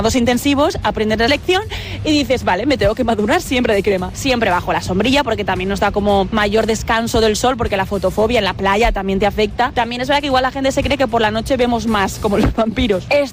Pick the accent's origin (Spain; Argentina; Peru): Spain; Valencian Community; es que mi país es el mismo que el tuyo, soy de España, soy valenciana.